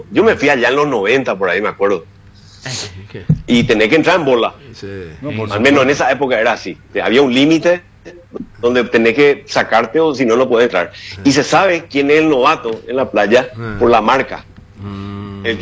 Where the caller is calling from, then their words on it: Santa Catarina, Brazil; en la sierra acá de Santa Catarina